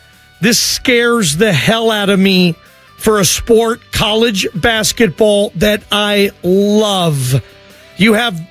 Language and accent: English; Seattle, Washington, United States; And I'm a Seahawk guy, man. I'm a Northwest dude. I grew up in Seattle. First sporting event I ever went to was in the Kingdom, dude.